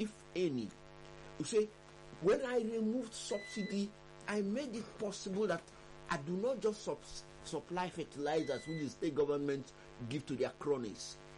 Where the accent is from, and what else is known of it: Nigeria